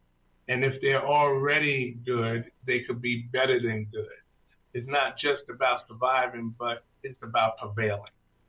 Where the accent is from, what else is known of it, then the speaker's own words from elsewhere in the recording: Bronx, New York, United States; So I grew up in the North Bronx, where, it's sometimes it's tough being in a community that is in transition or different things like that.